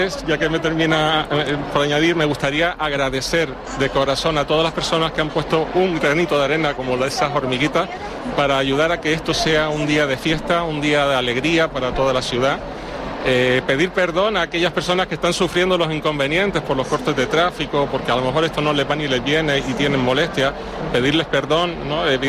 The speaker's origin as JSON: {"language": "Spanish", "region": "Canary Islands", "country": "Spain", "said": "una ventaja para nosotros como canarios"}